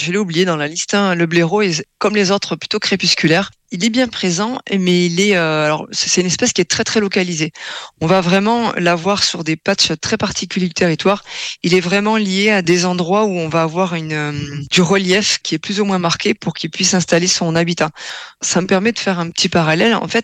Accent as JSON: {"language": "French", "town": "Toulouse", "region": "Occitanie", "country": "France", "said": "Chez nous, en Toulouse"}